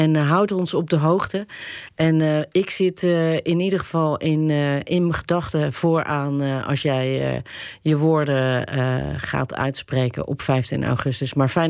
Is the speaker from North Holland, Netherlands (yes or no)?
no; Rotterdam, South Holland, Netherlands; ik ben toch als Rotterdamse en ook eentje met roots in voormalig Nederlands-Indië